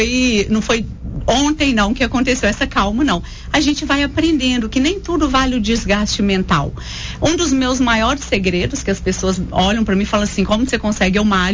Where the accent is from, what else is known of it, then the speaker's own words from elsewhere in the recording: Coronel Fabriciano, Minas Gerais, Brazil; Eu falei, não, eu sou de Fabriciano, é a minha cidade.